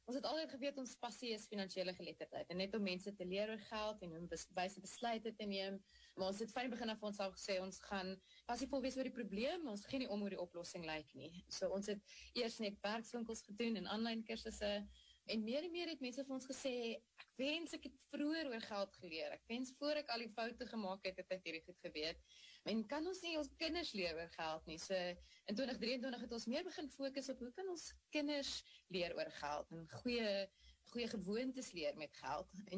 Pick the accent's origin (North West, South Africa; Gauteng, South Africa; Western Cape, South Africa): North West, South Africa; Lichtenburg; Ek is 'n meisie uit die Noordwes uit, so ek het in 'n klein dorpie met die naam van Lichtenburg groot geword, voordat ek gaan studeer het in Pretoria.